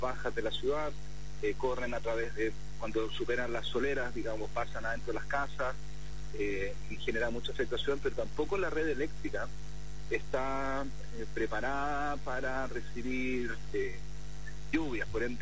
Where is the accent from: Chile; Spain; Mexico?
Chile; Antofagasta; Y como somos los antofagastinos, cuando llueve nos preocupamos del techo, pero al día siguiente cuando sale el sol se nos olvida.